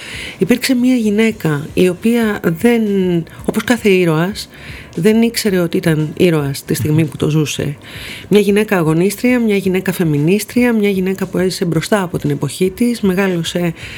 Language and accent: Greek; Greece; moved away as an adult; now in London, United Kingdom; Εγώ έρχομαι από το Λονδίνο, όπου ζω και εργάζομαι εδώ και πάρα πολύ καιρό, γιατί έφυγα από την Ελλάδα με το που τελείωσα τις σπουδές μου. Οπότε έχουν περάσει 30 χρόνια στη γυραιά Αλβιώνα.